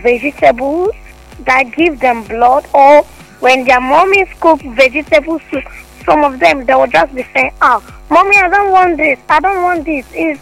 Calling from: Port Harcourt, Rivers, Nigeria; I'm living at Rumokwachi.

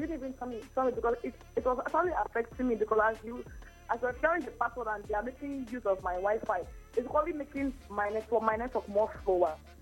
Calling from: Rumuolumeni, Rivers, Nigeria; I'm calling from Rumalog.

